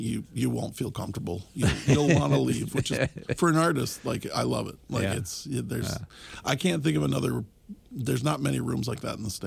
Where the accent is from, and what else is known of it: Buffalo, New York, United States; born or raised there